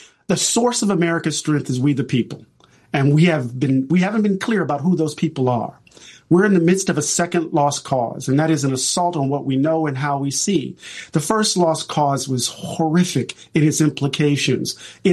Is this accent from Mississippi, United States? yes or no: yes; Moss Point, Mississippi, United States; I grew up in Mississippi. My dad was the second African-American hired at the post office in Pascagoula, Mississippi. He moved us to the other side of town in Moss Point